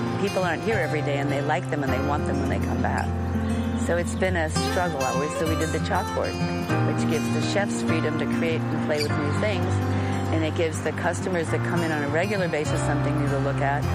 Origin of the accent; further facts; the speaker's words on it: Minnesota, United States; moved away; I mean, I came from Minnesota, where 9 months of the year it's freezing, and here, 9 months of the year, it's wonderful.